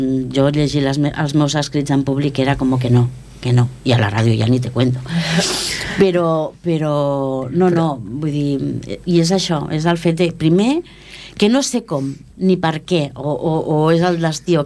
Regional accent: Esplugues de Llobregat, Catalonia, Spain; l'Agos i jo sí que perquè som d'Esplugues

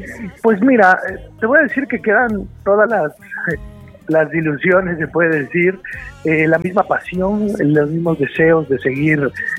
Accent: Quito, Pichincha, Ecuador; yo soy de Ecuador, soy de la capital, de Quito, y bueno, no es mi primera vez en España

